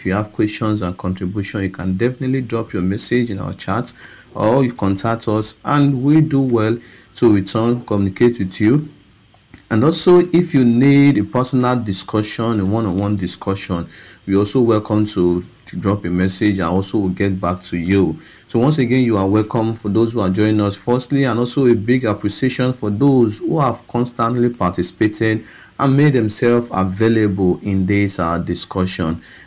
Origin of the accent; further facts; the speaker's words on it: Okada, Edo, Nigeria; from Okada Town, Edo State, Nigeria.